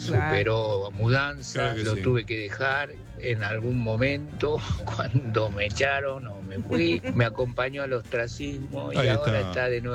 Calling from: Buenos Aires, Argentina; de Villa Crespo.

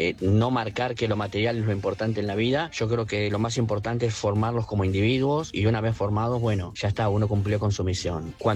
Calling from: José C. Paz, Buenos Aires Province, Argentina; de José C. Paz.

